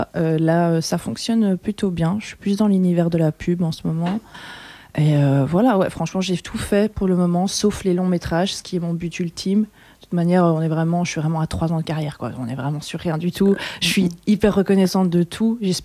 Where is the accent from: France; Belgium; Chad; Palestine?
Belgium; Charleroi, Wallonia; now in Walloon Brabant, Belgium; Je viens de Charleroi à la base, donc toute ma famille vient de Charleroi. Mais je vis dans le Brabant Wallon